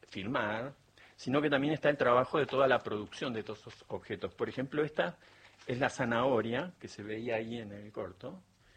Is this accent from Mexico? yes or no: no; Bariloche, Río Negro, Argentina; born or raised there